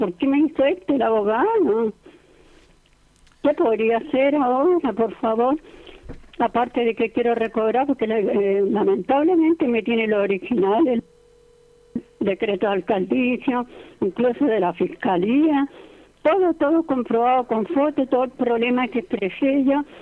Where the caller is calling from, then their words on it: Viña del Mar, Valparaíso, Chile; vivo en Recreo.